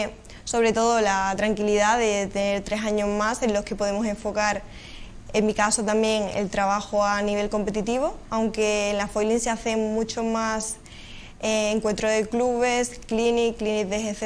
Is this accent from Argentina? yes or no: no; Cádiz, Andalusia, Spain; soy gaditana, soy de aquí